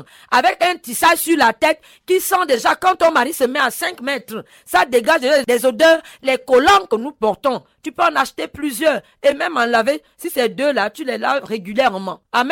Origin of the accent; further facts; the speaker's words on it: Gabon; les gens venaient et pensaient que j'ai commandé les choses chez moi au Gabon